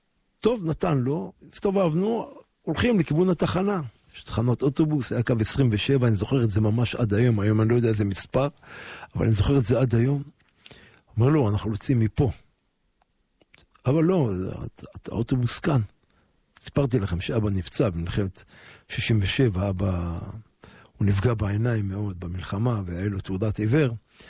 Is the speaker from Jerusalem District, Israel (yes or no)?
yes; Jerusalem, Jerusalem District, Israel; ושם גדלנו.